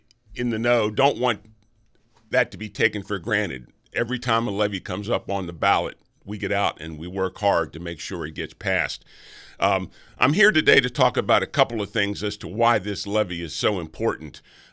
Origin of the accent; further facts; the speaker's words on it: United States; I'm proud to be a Marshall County resident. I'm proud that I came from Marshall County schools.